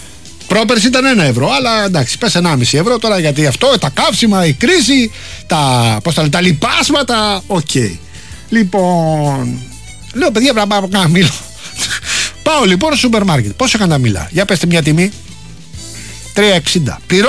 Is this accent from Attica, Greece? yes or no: yes; Rafina, Attica, Greece; Τι γίνεται στην πατρίδα μου, στη Ράφινα, παιδιά?